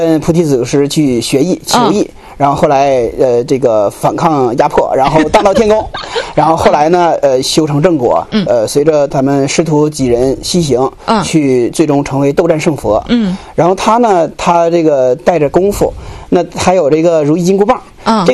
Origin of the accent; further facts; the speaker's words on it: Yushu, Jilin, China; 我的老家在榆树下面的农村